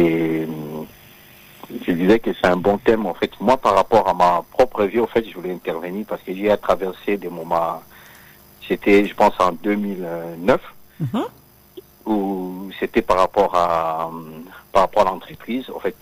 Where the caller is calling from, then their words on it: Paris, Île-de-France, France; En fait, j'appelle de Paris.